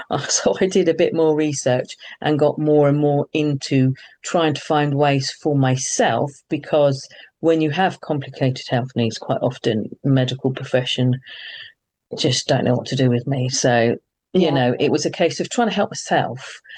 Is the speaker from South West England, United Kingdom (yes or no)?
no; London, United Kingdom; moved away; also born or lived in Australia; I'm from London originally